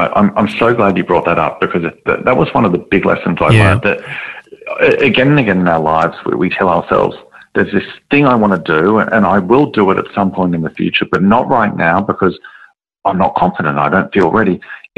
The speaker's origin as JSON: {"language": "English", "town": "Sydney", "region": "New South Wales", "country": "Australia", "said": "There's a woman, I'm from Sydney, there's a woman in Melbourne"}